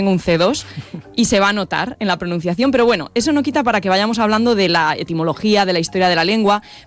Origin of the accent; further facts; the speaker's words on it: Guadalajara, Castilla-La Mancha, Spain; born there; Nací en Guadalajara.